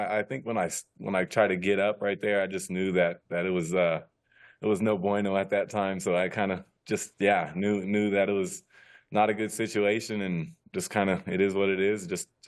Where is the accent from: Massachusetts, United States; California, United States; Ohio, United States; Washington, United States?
California, United States; now in Utah, United States; growing up in California